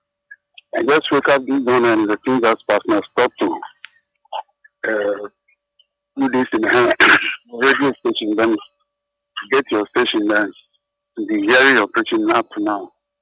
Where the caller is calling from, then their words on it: Dodowa, Greater Accra, Ghana; I'm calling from Bodowa.